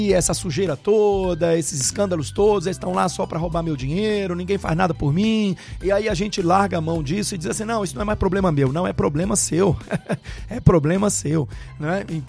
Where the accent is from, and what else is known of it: Brazil